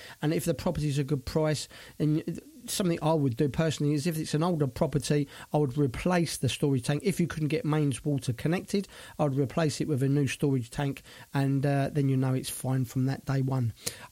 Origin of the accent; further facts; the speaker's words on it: Brighton, South East England, United Kingdom; now in Spain; my hometown of Brighton.